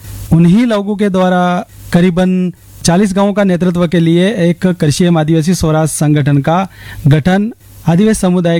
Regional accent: Sundrav, Anandpuri, Banswara district, Rajasthan, India; ग्राम पंचायत सुंदराव, आनंदपुरी, बांसवाड़ा जिले का रहने वाला हूँ।

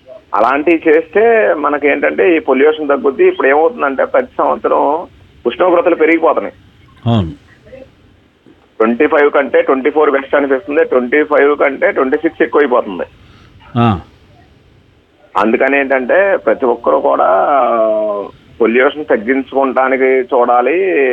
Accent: Krishna district, Andhra Pradesh, India; మా ఊరి పేరు వచ్చేసి దక్షిణ చిరువోల్లంక, సౌత్ చిరువోల్లంక.

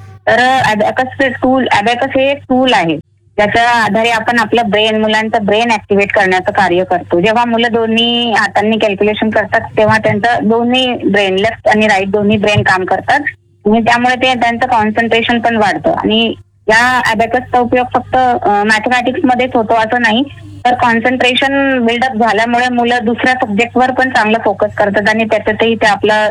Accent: Muktainagar, Maharashtra, India; moved away as an adult; also born or lived in Varangaon, Jalgaon district; now in Gujarat, India; तशी जळगाव जिल्ह्यातील भुसावळ तालुक्यातील वरणगाव आहे तिथले आहे. माझं सासर तिथलं आहे आणि माहेर माझं भुसावळ तालुक्यातले मुक्ताईनगर इथलं माहेर आहे माझं.

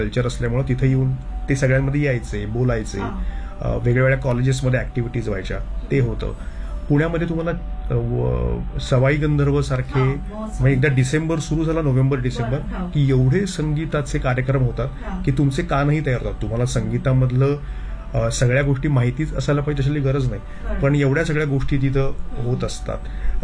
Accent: Talegaon Dabhade, Maharashtra, India; मी अर्थात तळेगाव, दाभडे हे मला म्हटलं माझ्या गावात होतो, ते पण खूप महत्वाचं गाव आहे.

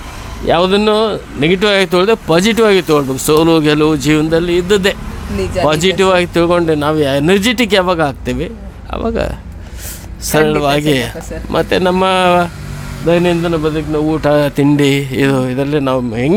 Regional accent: Mundargi, Karnataka, India; now in Shivamogga, India; ನಮ್ದು ಹುಟ್ಟೂರು ಮುಂಡ್ರಿಗೆ.

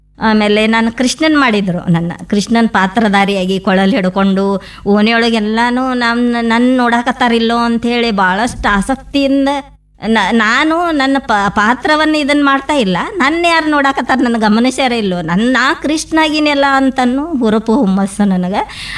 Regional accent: Ramdurg, Karnataka, India; now in Sulebhavi, India; ನಮ್ಮೂರು ರಾಮದುರ್ಗ, ನನ್ನ ಹುಟ್ಟೂರು ರಾಮದುರ್ಗ ಅಂತೇಳಿ ಹೆಮ್ಮೆಯಿಂದ ಹೇಳ್ತೀನಿ ನಾನು.

